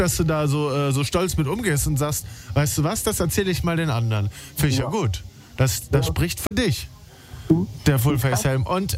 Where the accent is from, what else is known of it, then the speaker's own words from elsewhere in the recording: Berlin, Germany; Ich komme aus Berlin. Hier dürfen alle sein, wie wir wollen.